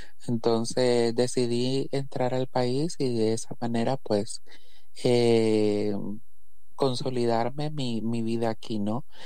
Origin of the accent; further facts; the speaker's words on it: Honduras; moved away; Me vengo de Honduras dejando todo atrás y aquí también he encontrado mucha, mucha persecución, ¿no?